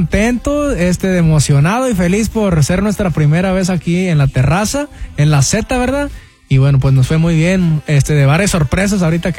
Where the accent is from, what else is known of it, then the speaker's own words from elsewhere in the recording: Houston, Texas, United States; yo soy nacido y radicamos ahí en Houston, Texas, pero traigo de descendencia y raíces mexicanas de, para ser exacto, Veracruz, México.